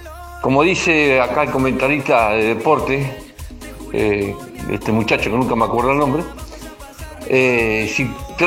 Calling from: Argentina; como argentinos

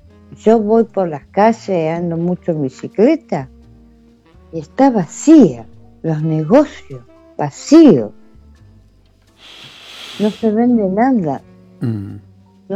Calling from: Rosario, Santa Fe, Argentina; De Rosario.

